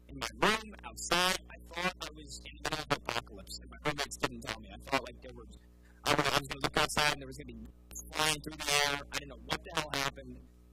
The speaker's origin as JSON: {"language": "English", "region": "New York", "country": "United States", "said": "I'm from New York. 30 years old"}